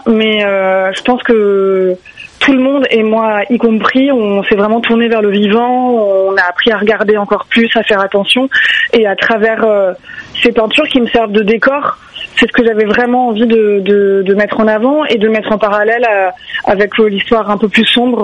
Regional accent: Marseille, Provence-Alpes-Côte d'Azur, France; Je suis marseillaise

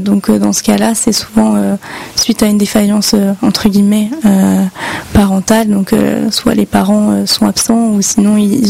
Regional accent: Bourgogne-Franche-Comté, France; moi je viens de la Nièvre, donc un département, on va dire, très, très rural.

